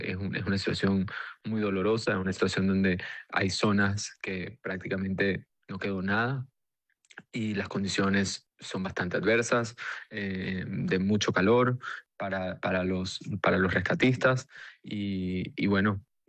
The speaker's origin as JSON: {"language": "Spanish", "country": "Venezuela", "said": "como un venezolano de 31 años"}